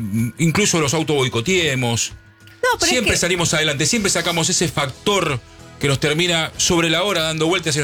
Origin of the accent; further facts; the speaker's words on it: Argentina; cómo somos los argentinos